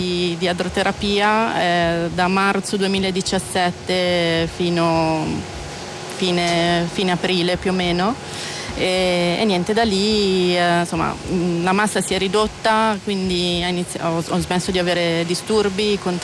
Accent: Pavia, Lombardy, Italy; io sono di Pavia e CNAO è proprio dietro casa per me

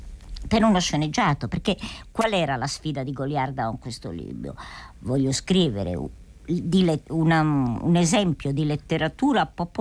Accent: Calabria, Italy; Io sono meridionale, sono calabrese

